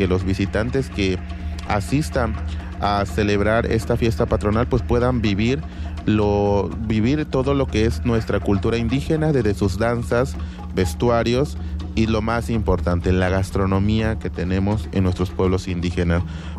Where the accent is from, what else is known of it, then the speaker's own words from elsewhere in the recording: Mexico; a nosotros como mexicanos nos debe de llenar de orgullo